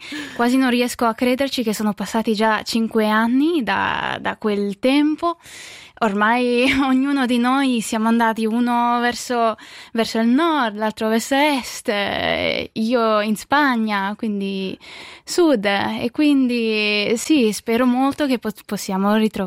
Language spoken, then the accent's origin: Italian; Lugano, Ticino, Switzerland; moved away as an adult; now in Spain; Io ho vissuto a Lugano da tutta la mia vita